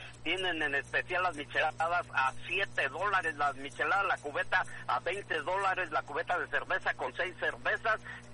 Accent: Mexico; now in United States; Yo, México, no lo cambio por nada del mundo. Sigo siendo mexicano.

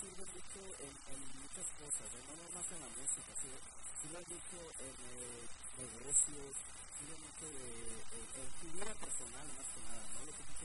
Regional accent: Oaxaca, Mexico; Originario de Oaxaca.

